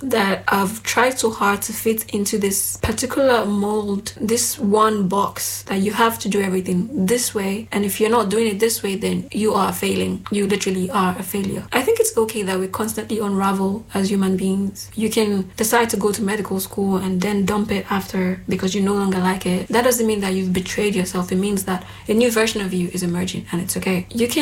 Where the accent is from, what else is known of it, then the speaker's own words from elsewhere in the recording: Nigeria; accent: Nigerian; moved away as an adult; also born or lived in Greece; now in Germany; I'm from Nigeria. I lived in Nigeria up until I was 18 years old, and then I moved to Greece. I lived in Greece for about 4 years, and I recently just moved to Germany.